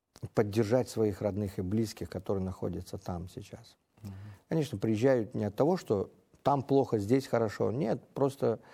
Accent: Uzbekistan; я сам уроженец азиатских стран, я сам уроженец Узбекистана, и я знаю, каков наш народ.

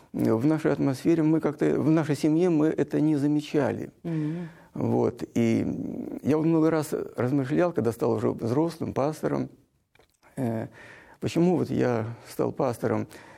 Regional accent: Grodno, Grodno Region, Belarus; born there; Я родился в городе Гродно.

